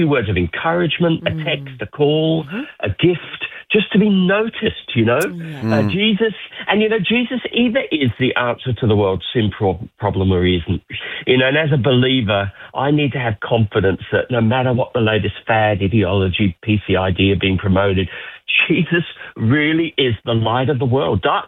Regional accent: Australia; And we'll say from Australia, and they'll say, thank you so much. When we cross the borders, the guards, where are you from? Australia.

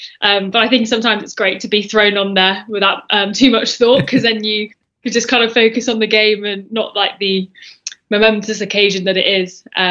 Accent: Bedford, East of England, United Kingdom; Yeah, so born and raised in Bedford, so it's about an hour north of London.

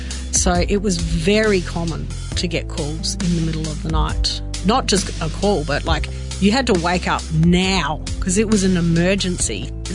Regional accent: Adelaide, South Australia, Australia; also born or lived in Melbourne; I was born in Melbourne, but we moved to Adelaide when I was about five for my dad's work.

